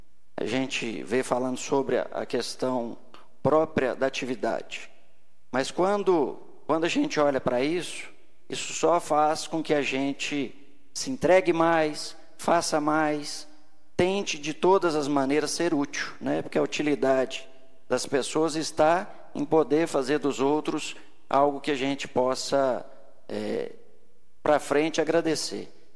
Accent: Dores do Indaiá, Minas Gerais, Brazil; moved away as an adult; also born or lived in Belo Horizonte; Eu nasci em Dores, doutor Zé Carlos, no quarto quarto da Santa Casa, na mão do doutor Fábio.

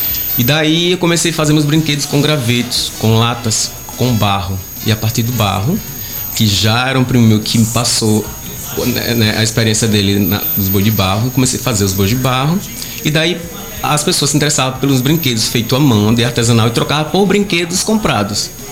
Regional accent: Penedo, Alagoas, Brazil; born there; also born or lived in Igreja Nova, Alagoas; sempre penedense, né? Nasci em Penedo e hoje resido há aproximadamente 15 anos aqui em Penedo.

